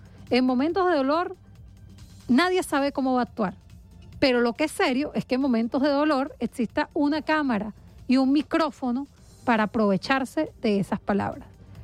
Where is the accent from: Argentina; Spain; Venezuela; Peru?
Venezuela; Eso como venezolano tenemos que preguntárnoslo